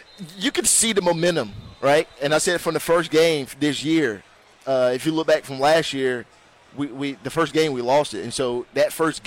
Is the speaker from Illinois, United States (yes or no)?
no; Morgan County, Georgia, United States; moved away as an adult; I'm from Morgan County